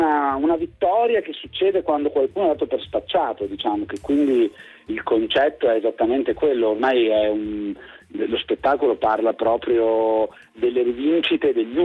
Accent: Rosà, Veneto, Italy; also born or lived in Albania / Padua; io in realtà sono cresciuto in provincia di Vicenza, quindi se mi date del padovano poi offendete tutti.

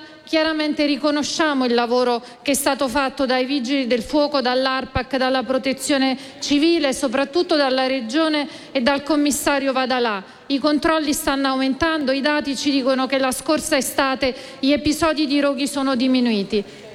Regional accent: Campania, Italy; quella che viene chiamata Terra dei Fuochi, che è la mia terra, in particolare nella grande area giulianese aversana e nel litorale Domizio.

